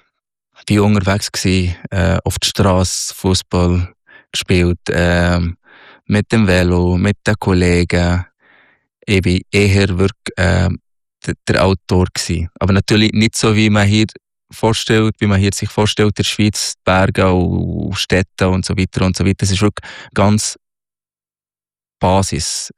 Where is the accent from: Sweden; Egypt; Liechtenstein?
Egypt; Minya, Minya Governorate; German is a second language; now in Switzerland; Ich bin im Oberägypten aufgewachsen, am Nildelta. In Elmenia, das ist 3 Stunden südlich von Kairo, die Hauptstadt. In einem sehr traditionelles Dorf, sozusagen, aber Dorf.